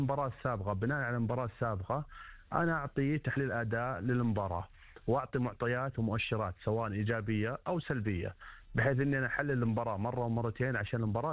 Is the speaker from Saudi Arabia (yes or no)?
yes; Saudi Arabia